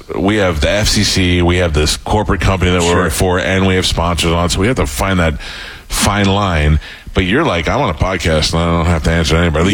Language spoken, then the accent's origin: English; Staten Island, New York, United States; Now, when I was a kid, Queens was like, I grew up in Staten Island. I was afraid of Queens.